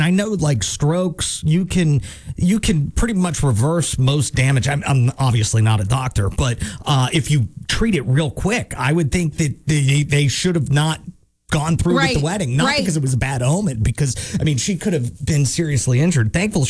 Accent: Lancaster, Pennsylvania, United States; One's actually from right outside my hometown in Lancaster, Pennsylvania.

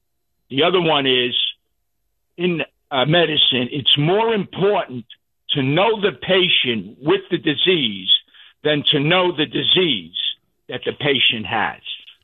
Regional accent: New York City, New York, United States; born there; now in Manhattan, United States; I was in high school in Brooklyn

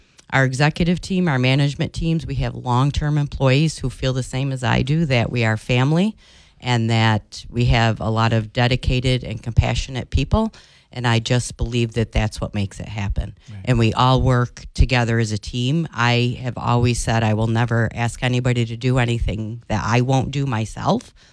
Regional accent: Herkimer, New York, United States; I grew up in Herkimer. Still live in Herkimer.

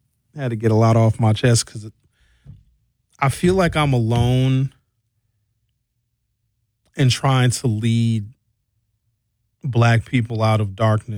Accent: Brown Deer, Wisconsin, United States; I grew up in Brown Deer.

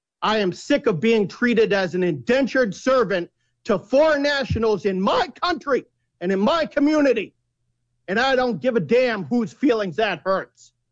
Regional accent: Cape Cod, Massachusetts, United States; I'm born and raised on Cape Cod.

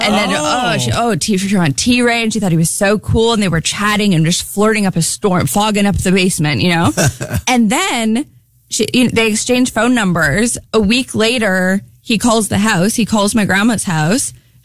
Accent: Canada; I am Canadian, as is my mom.

